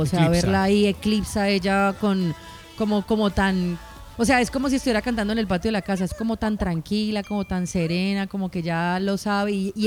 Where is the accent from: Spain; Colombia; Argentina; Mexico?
Colombia; Claro, fuimos muy protagonistas, entonces para mí como colombiana